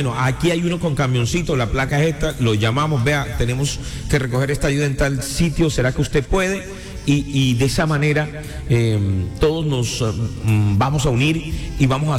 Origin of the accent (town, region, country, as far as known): Colombia